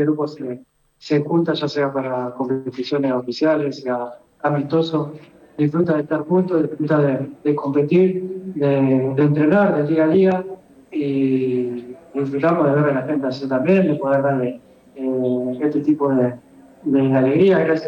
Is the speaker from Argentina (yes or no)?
yes; Argentina; somos Argentina y siempre vamos buscando dos partidos ante cualquier rival